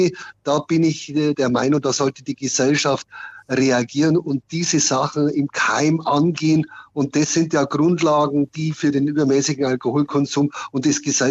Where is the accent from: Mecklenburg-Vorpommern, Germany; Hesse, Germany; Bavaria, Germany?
Bavaria, Germany; Regensburg; Ich bin ja aus Regensburg